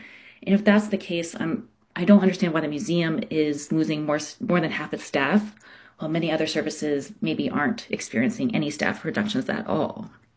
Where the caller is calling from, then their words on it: Anchorage, Alaska, United States; I'm calling in from Anchorage